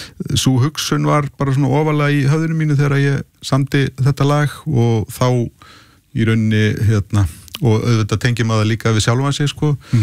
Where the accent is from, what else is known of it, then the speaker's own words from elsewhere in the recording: Reykjavík, Capital Region, Iceland; born there; Þannig ég fæddist á fæðingarheimilin í Reykjavík.